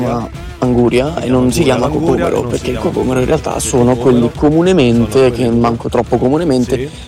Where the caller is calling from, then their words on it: Apulia, Italy; essendo pugliese